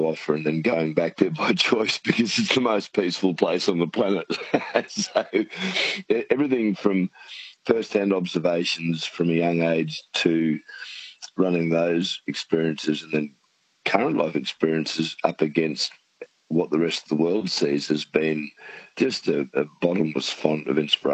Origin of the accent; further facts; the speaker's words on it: Stanthorpe, Queensland, Australia; I was born in the Stanthorpe Hospital in 1964, and that was a privilege, because it was a small regional hospital, and I still live on the family property, 38 km west of us, southwest of Stanthorpe off the Granite Belt